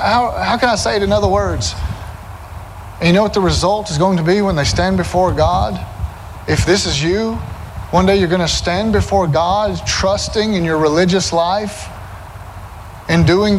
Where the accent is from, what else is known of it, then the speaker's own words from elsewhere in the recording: Alabama, United States; I'm from Alabama. I'm gonna trip on my own tongue here and there.